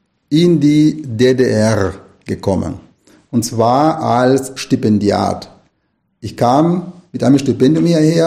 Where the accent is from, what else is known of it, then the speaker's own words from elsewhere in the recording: Nicaragua; also born or lived in Costa Rica; now in Dresden, Germany; ich bin eigentlich in Costa Rica geboren, von nicaraguanischen Eltern, und bin aber in Nicaragua aufgewachsen.